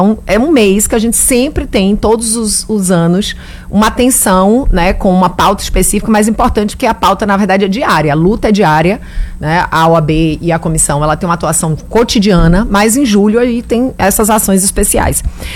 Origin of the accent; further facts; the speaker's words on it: Bahia, Brazil; also born or lived in Belo Horizonte; eu fiz faculdade em BH, eu sou baiana, mas fiz faculdade em BH e eu amo BH